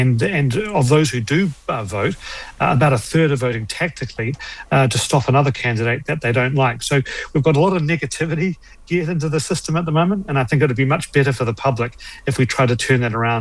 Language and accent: English; New Zealand; I know that as a Kiwi.